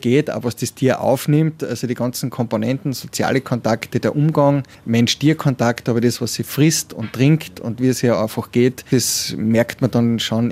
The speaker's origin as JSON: {"language": "German", "region": "Styria", "country": "Austria", "said": "Also meine Frau ist überhaupt aus Wien, ich komme aus der Steiermark und wir haben uns ein besonderes Platzerl gesucht und bei uns am Milchstädter See gefunden."}